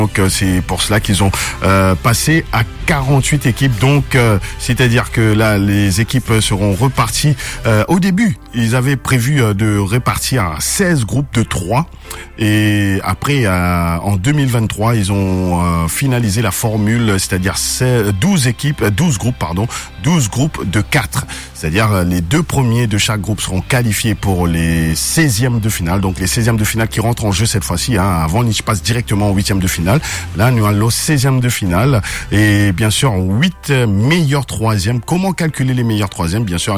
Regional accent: France; donc moi je suis français comme d'habitude.

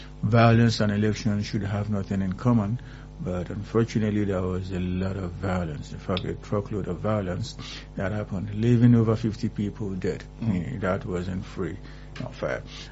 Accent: Osun, Nigeria; Because I am from Osun State, and my people actually did excellently well.

